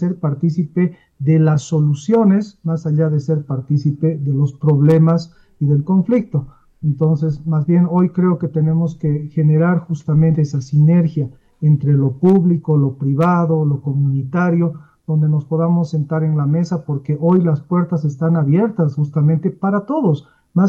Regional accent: Bolivia

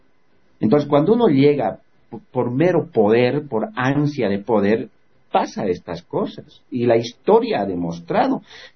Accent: Bolivia

